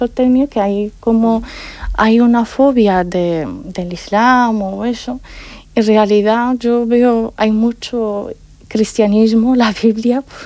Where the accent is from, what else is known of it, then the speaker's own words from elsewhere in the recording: Morocco; moved away; muchas veces no creían que soy marroquí